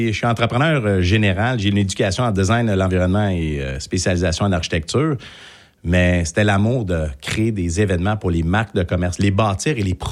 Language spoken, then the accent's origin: French; Brossard, Quebec, Canada; J'ai grandi à Brossard. Je dis toujours, je vais mourir à Brossard. J'étais un vrai brossardois. J'adore la rive sud.